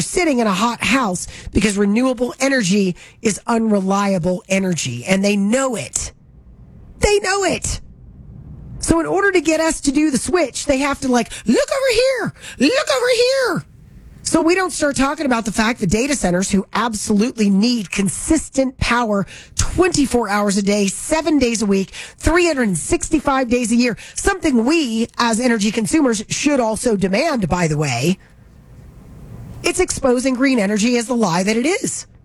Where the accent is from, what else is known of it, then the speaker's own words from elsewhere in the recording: Florida, United States; moved away; My town in Florida is still pretty, I mean, it's a small city, big town